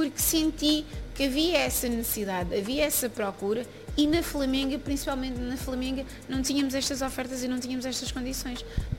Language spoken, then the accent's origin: Portuguese; Portugal; also born or lived in Senegal / Guinea-Bissau; O que é que eu me considero? Portuguesa, senegalesa ou guineense? É pá, um bocadinho de tudo. Mas se formos a ver, sou mais portuguesa, porque estou aqui desde os meus 4 anos. Aqui é que eu fiz tudo. Portanto, aqui é que eu cresci, aqui é que eu estudei, aqui é que eu fiz tudo.